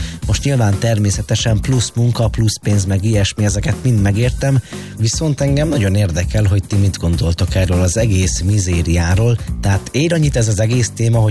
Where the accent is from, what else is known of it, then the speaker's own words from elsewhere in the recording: Szabolcs-Szatmár-Bereg, Hungary; hogy Szabolcs megyéből jöttem.